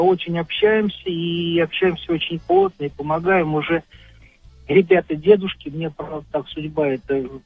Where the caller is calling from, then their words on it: Saratov, Saratov Oblast, Russia; Оттуда призывался, тут же и живу